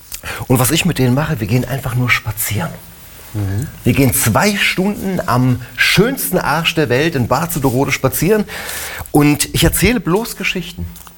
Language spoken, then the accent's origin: German; Germany; also born or lived in Lüneburg; ich komme aus dem Harz.